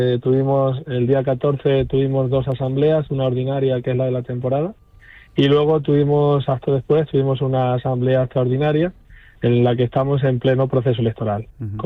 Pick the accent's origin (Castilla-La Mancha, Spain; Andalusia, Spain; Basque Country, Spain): Castilla-La Mancha, Spain; ya de por sí somos castellano-manchegos